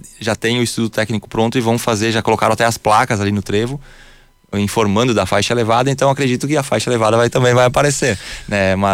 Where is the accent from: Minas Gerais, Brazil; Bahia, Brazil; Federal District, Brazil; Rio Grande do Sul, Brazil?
Rio Grande do Sul, Brazil; Sou do estado do Rio Grande do Sul